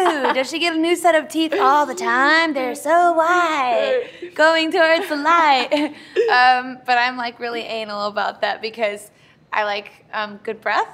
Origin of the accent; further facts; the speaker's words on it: Santa Barbara, California, United States; So I shot that music video in Santa Barbara, my hometown.